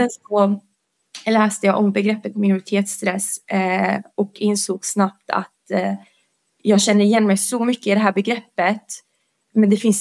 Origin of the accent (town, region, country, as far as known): Bosnia & Herzegovina; now in Sweden